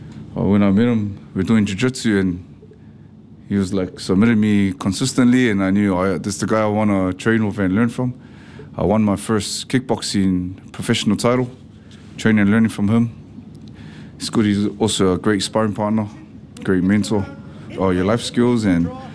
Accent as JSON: {"language": "English", "town": "Otara", "region": "Auckland", "country": "New Zealand", "tie": "born or raised there", "said": "You know, I was raised in Otara, so there's a lot of like fighters in Otara"}